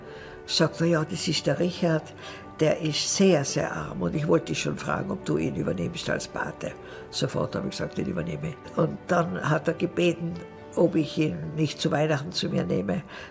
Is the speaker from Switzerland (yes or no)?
no; Austria; moved away as an adult; now in Uganda; ich bin Österreicherin, habe aber jetzt auch eine afrikanische Staatsbürgerschaft von Uganda